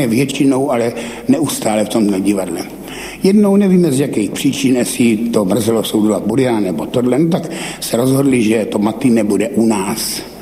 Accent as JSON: {"language": "Czech", "town": "Ivančice", "region": "South Moravian Region", "country": "Czechia", "tie": "born or raised there", "said": "Měl kliku, že já jsem nevěděl, co to je. U nás v Ivančících se nic takového nevyskytovalo."}